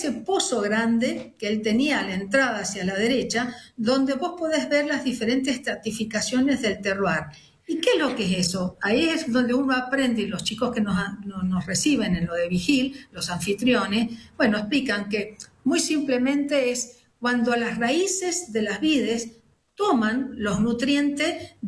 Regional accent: San Juan, Argentina; born there; now in Mendoza, Argentina; Soy sanjuanina, sí. Exactamente, viviendo en Mendoza hace más de casi 45 años

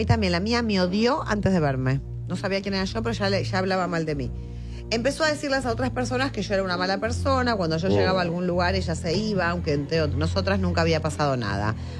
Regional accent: Argentina; now in Norway; de Argentina, pero los miro por YouTube desde Noruega. Nos faltaba uno de Noruega.

